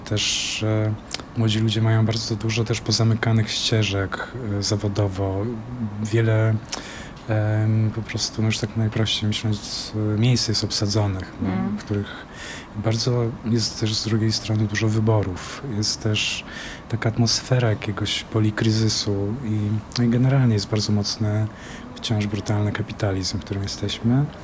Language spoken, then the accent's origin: Polish; Ostrowiec Świętokrzyski, Świętokrzyskie Voivodeship, Poland; jakby dla mnie też to było doświadczenie tego wstydu pochodzenia, kiedy zdawałem tutaj na historię sztuki przyjechałem z Ostrowca Świętokrzyskiego w ogóle i nocnym pociągiem na ten egzamin tutaj.